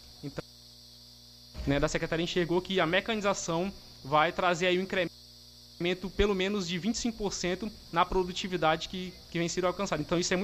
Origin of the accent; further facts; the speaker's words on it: Rondônia, Brazil; mas eu posso trazer um pouco da experiência que eu vim de Rondônia, né?